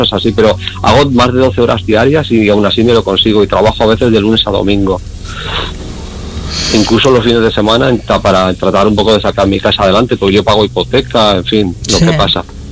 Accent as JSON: {"language": "Spanish", "town": "Valencia", "region": "Valencian Community", "country": "Spain", "said": "De Valencia capital, sí."}